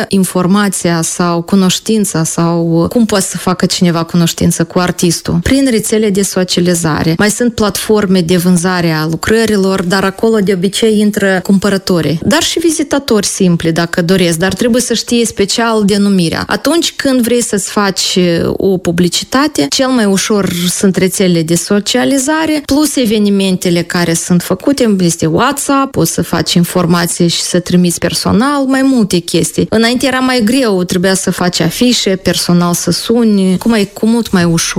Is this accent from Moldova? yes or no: yes; Chișinău, Moldova; also born or lived in Sofia, Drochia District, Moldova; Copilăria mea în Chișinău, dar vacanțele le-am petrecut la bunica. Unde? La nordul Moldovei. Vin satul Sofia.